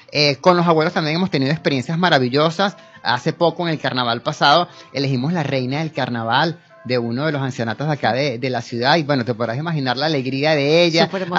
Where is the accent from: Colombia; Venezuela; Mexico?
Venezuela; una arepa que nos representa como venezolanos